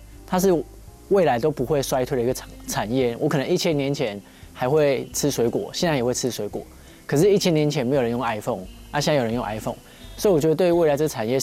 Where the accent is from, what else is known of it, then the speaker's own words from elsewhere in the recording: Tainan, Taiwan; 我是台南人，然后我阿公阿嬷家在御景，那我们家其实住在永康，可是小时候都会常去阿公阿嬷家